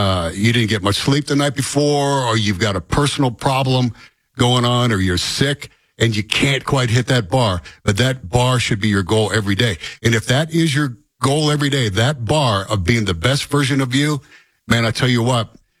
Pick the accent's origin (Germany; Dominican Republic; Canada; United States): United States; Rust Belt; And I grew up in the Rust Belt, blue-collar mentality.